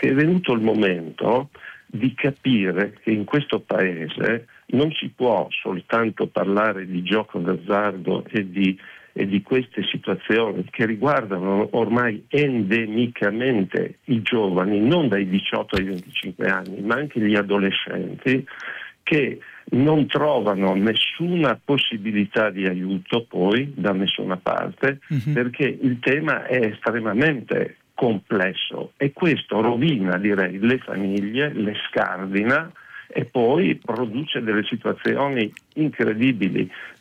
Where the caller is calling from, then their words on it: Udine, Friuli-Venezia Giulia, Italy; Da Udine.